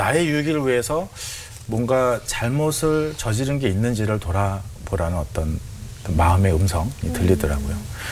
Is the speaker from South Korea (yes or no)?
yes; South Korea; 저는 뭐 그냥 저는 한국인으로서 해야 될 말이라고 생각했는데